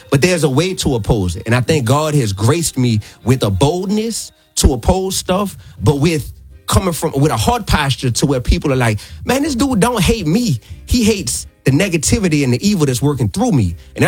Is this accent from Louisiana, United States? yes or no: yes; New Orleans, Louisiana, United States; I'm still from New Orleans. I still came up in a space to where it's like, boy, you'll get your dome knocked off by a dude that look like Steve Urkel on the circus.